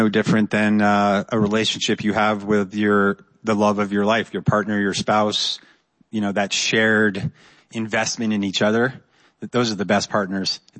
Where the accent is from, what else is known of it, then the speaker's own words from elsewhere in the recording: New Hampshire, United States; moved away; my good friend who I grew up with in New Hampshire, Mark Sinnott.